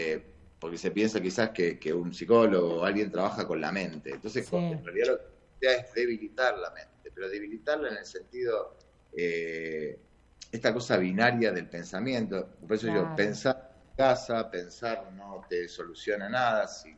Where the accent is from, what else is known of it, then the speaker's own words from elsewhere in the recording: Argentina; soy argentino